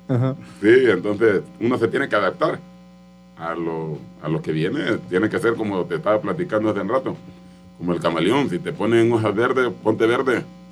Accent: Honduras; moved away as an adult; now in San Luis Potosí, Mexico; mis hijos viven con mi mamá, allá en mi país.

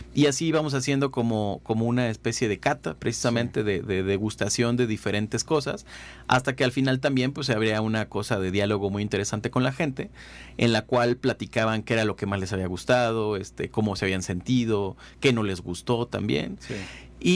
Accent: San Luis Potosí, Mexico; obviamente soy potosino

